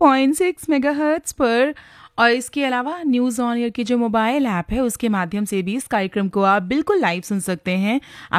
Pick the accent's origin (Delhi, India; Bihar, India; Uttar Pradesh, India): Delhi, India; Being a Delhi वाले हम हमेशा कोशिश करते हैं कि हमारा शहर हमेशा क्लीन रहे।